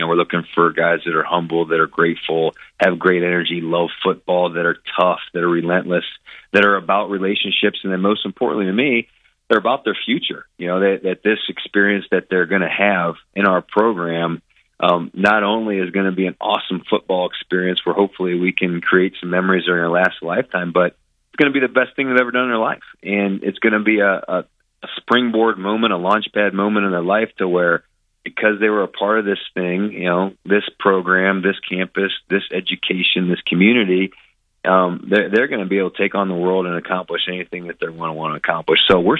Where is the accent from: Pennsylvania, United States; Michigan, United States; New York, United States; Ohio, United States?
Ohio, United States; moved away as an adult; now in Iowa, United States; I'm not from Iowa. I'm from Ohio, but I had heard about Northern Iowa living in Ohio